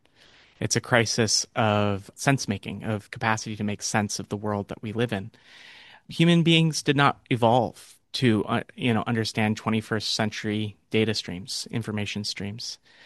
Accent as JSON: {"language": "English", "region": "California", "country": "United States", "tie": "born or raised there"}